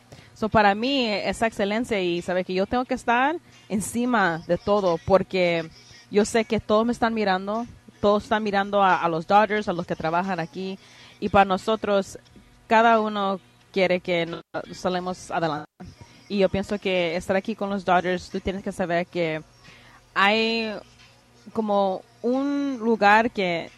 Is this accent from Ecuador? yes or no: no; El Salvador; saber que hay una mujer en los deportes, también salvadoreña, que está orgullosa